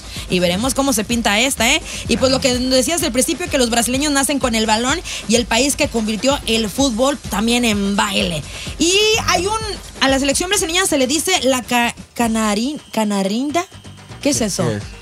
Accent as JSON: {"language": "Spanish", "country": "Mexico", "said": "Y yo también muy mexicana"}